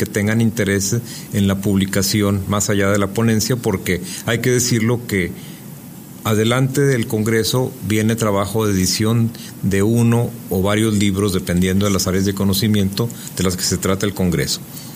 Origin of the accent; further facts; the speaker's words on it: Durango, Mexico; now in Torreón, Mexico; A pesar de que soy duranguense, pues ahora vengo de visita, soy avecindado en, en la comarca lagunera, en Torreón